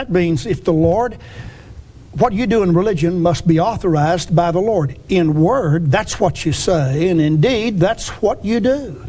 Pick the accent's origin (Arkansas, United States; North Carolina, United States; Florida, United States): Arkansas, United States; now in Columbus, United States; I'll be moving back to my home state of Arkansas, though, in a few months, and preaching for the Austin Church in Cabot, Arkansas.